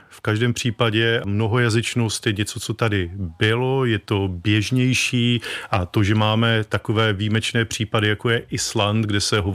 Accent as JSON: {"language": "Czech", "town": "Opava", "region": "Moravian-Silesian Region", "country": "Czechia", "said": "já pocházím ze Slezska, z Opavy, pracuji v Ostravě, takže to je taková, řekněme, příhraniční oblast, kde máme mluvčí polštiny, slovenštiny, máme tady významnou ukrajinskou komunitu"}